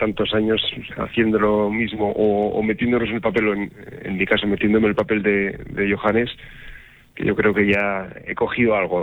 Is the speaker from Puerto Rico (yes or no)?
no; Bargota, Navarre, Spain; A mí siempre me han hablado cuando le decías, ¿de dónde eres? De Bargota. Hombre, el pueblo del brujo.